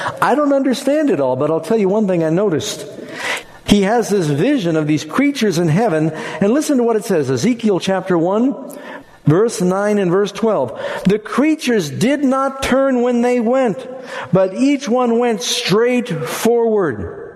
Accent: New York City, New York, United States; That was amazing to me because I grew up in New York City where pigeons are like dust.

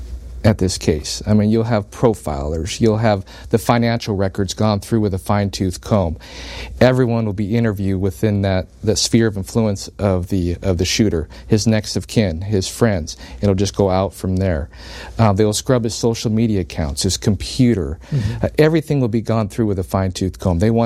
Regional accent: United States; I said, I'm a former FBI agent. I said, we're Americans here.

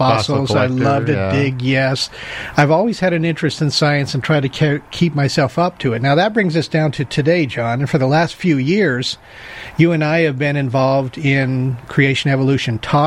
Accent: Los Angeles, California, United States; I grew up in Los Angeles, and in the Hollywood culture, I was not raised in a particularly religious home

